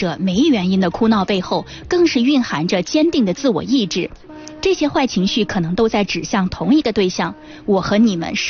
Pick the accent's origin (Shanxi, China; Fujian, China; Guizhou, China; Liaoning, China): Shanxi, China; Yanhu District; born there; also born or lived in Sichuan; 我是地地道道的盐湖区人，我的出生地呢在四川，不是，我也不知道